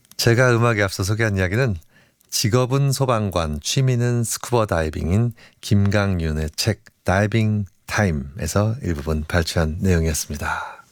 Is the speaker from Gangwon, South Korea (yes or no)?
no; Seoul, South Korea; 제가 청담동에서 자랐는데요.